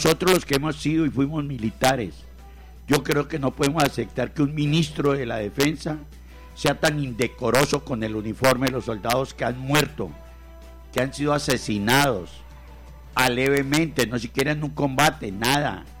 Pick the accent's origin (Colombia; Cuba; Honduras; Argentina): Colombia; tengo que actuar es como colombiano